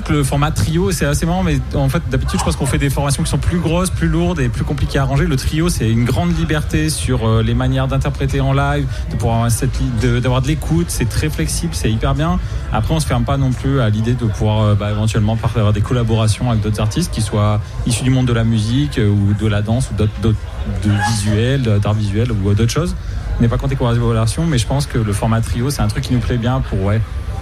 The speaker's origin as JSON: {"language": "French", "region": "Auvergne-Rhône-Alpes", "country": "France", "said": "chez nous en Auvergne, dans le Cantal"}